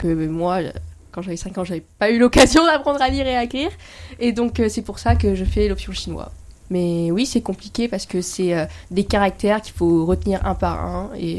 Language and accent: French; Taiwan; also born or lived in France; Il faut savoir que je suis franco-taïwanaise, donc j'ai grandi 5 ans à Taïwan, et donc je parle déjà chinois.